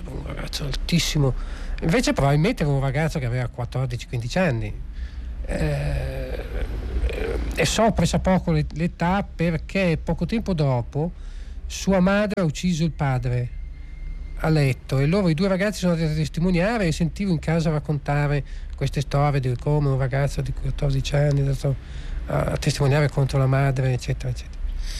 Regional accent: Genoa, Liguria, Italy; born there; Scusami, io sono nato a Genova, ma da padre di Cagliari.

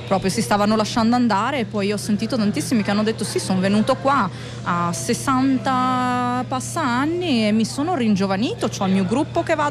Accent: Veneto, Italy; also born or lived in Maryland, United States; Poi io sono vicentina, nata vicino a Venezia, nata sempre a Sottomarina, Jesolo, il mare, la mia vita. L'essere italiana posso dire che mi ha portato molto fortuna

